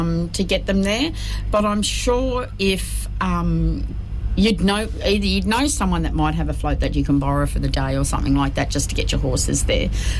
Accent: Trundle, New South Wales, Australia; now in Clarence Valley, Australia; I'm originally from Trundle, which is out near Parks, Dubbo.

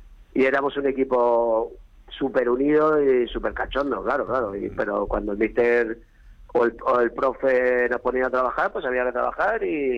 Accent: Canary Islands, Spain; born there; el Ibarra, que es el equipo de mi pueblo, el equipo donde yo crecí

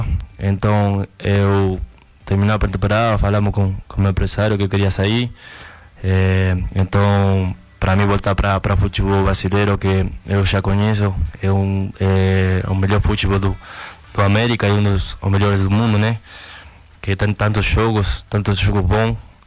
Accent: Uruguay; Portuguese is a second language; now in Brazil; Sim, é muito diferente que daqui do Brasil, que é do Uruguai. Meu país natal é muito diferente

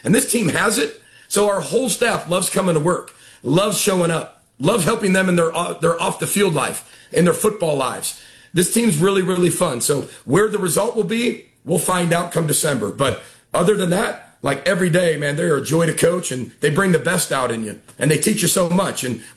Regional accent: Midwest, United States; I love the Big Ten. I grew up in the Midwest.

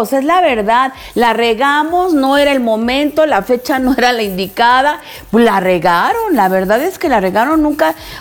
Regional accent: Mexico

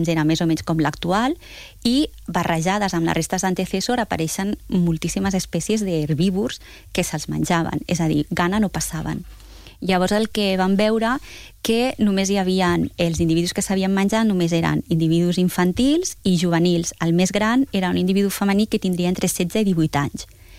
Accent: Tarragona, Catalonia, Spain; Jo sóc de Tarragona, llavors, clar, això dels romans...

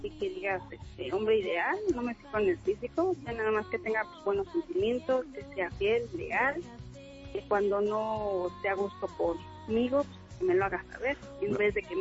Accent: Mexico City, Mexico; born there; Soy de aquí, de la delegación Iztapalapa.

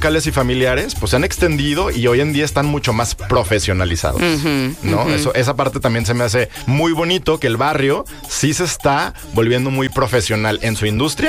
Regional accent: Mexico; el burrito de la tortillita para mí es algo muy nostálgico de la niñez mexicana y que hoy como adultos mexicanos siempre vamos a vivir con ese recuerdo.

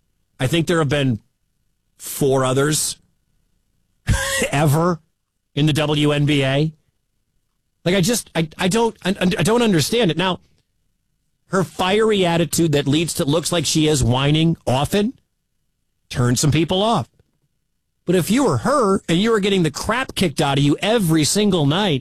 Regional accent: Detroit, Michigan, United States; now in West Des Moines, United States; My wife is from this part. I'm not from here. I'm from Detroit.

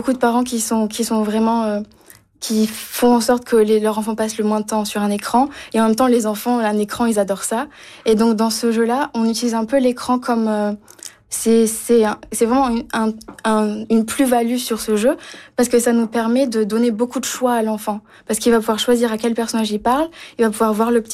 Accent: Toulouse, Occitanie, France; J'ai grandi à Toulouse, du coup, au sud de la France.

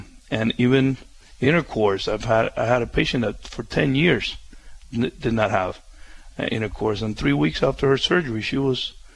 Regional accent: Cuba; English is a second language; also born or lived in New Jersey; now in United States

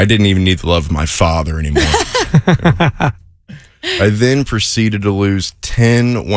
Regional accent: Columbus, United States; I'm from Columbus.

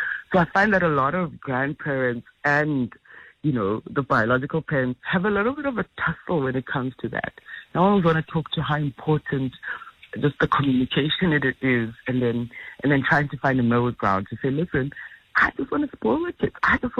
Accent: Mthatha, Eastern Cape, South Africa; where we grew up in Umtata, where as the younger children, you know, I remember every other Sunday they would have, like, church meetings at home.

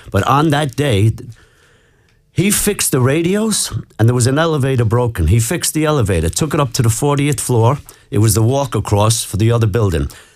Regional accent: Tubbercurry, Connacht, Ireland; also born or lived in New York, United States; now in United States; Yeah, I was born in New York and we moved back to Ireland in 73 to Charlestown. And then Dad opened a business and stayed in Tubbercurry until 79, went back to America.

